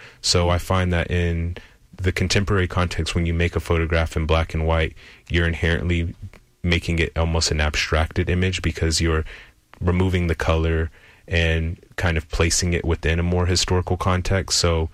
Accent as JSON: {"language": "English", "region": "Oklahoma", "country": "United States", "tie": "born or raised there", "also_born_or_lived": "Austin", "said": "so I was born here in Austin, and in the third grade, I moved to Oklahoma, which is where my mother's family is from."}